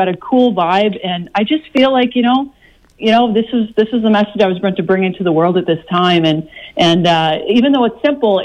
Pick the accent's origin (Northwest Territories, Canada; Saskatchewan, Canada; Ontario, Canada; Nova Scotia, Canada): Saskatchewan, Canada; Lancer; I was a country girl at heart, a prairie girl. I grew up actually in the southwest corner of Saskatchewan near a town called Lancer.